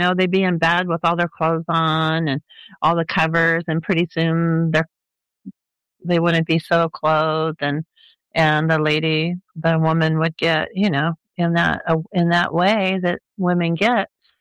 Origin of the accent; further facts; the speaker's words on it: Los Angeles, California, United States; I was born where if it got below 65, we'd put on a jacket. So I grew up in Los Angeles where we didn't really have extremes of temperatures that much.